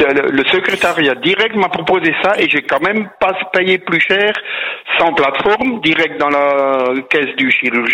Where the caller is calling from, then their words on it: Illzach, Grand Est, France; D'Ilzac, à côté de Mulhouse.